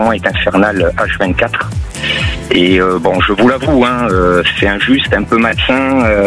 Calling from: Pau, Nouvelle-Aquitaine, France; je vous appelle de Pau.

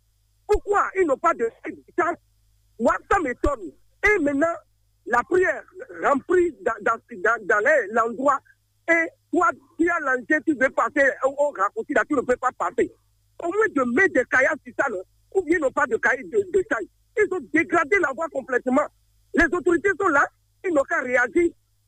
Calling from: Benin; Je vous appelle depuis Digue.

